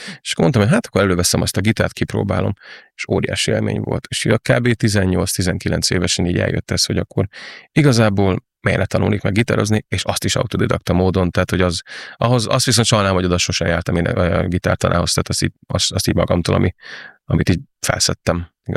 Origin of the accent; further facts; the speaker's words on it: Borsod-Abaúj-Zemplén, Hungary; Tiszal utcán, Miskolc mellett 30-40 kilométer egy kis faluban nőttem fel